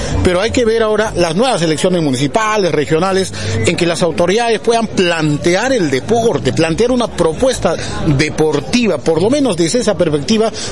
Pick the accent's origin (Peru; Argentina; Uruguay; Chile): Peru; nuestra originalidad como peruanos.